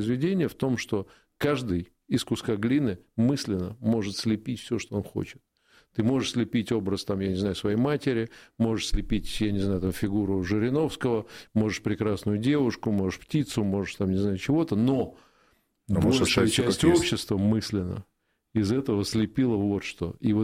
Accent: Moscow, Russia; я как москвич

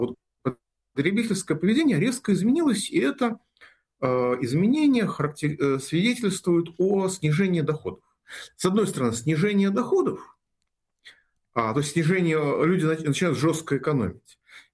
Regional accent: Russia; мы с вами, как граждане России, коренные

